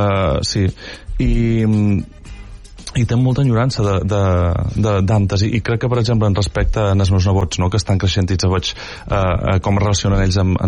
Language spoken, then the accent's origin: Catalan; Menorca, Balearic Islands, Spain; moved away as an adult; now in Barcelona, Spain; jo duc 15 anys aquí a Barcelona, me sent molt d'aquí també, saps? És a dir, òbviament som menorquí i estim Menorca per damunt de tot, però també estim molt Barcelona, perquè és ca meua també ara mateix.